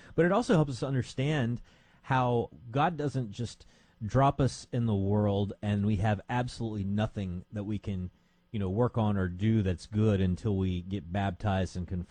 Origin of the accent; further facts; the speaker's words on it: the South, United States; I'm from the South, so I like the idea of men of grits as well.